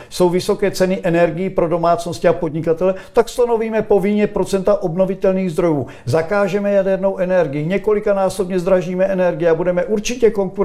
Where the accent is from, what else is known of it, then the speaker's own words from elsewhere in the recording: Moravia, Czechia; Ale u nás na Moravě se říká, že ten člověk je buď to navedený, nebo hloupý, nebo zaplacený.